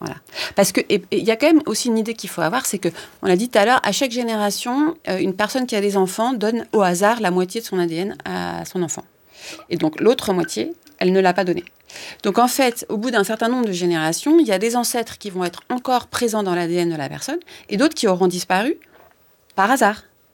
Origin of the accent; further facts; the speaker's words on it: Paris, Île-de-France, France; born there; Donc moi, je suis née à Paris, donc je vais être étiquetée parisienne, alors que j'ai une partie de ma famille qui est russe, une autre partie qui est du nord de la France.